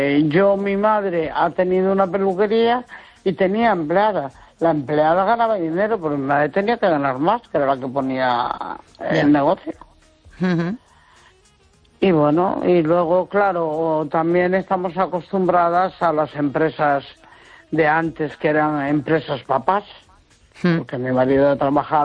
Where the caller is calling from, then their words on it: Neda, Galicia, Spain; Hola, buenas noches, Esther.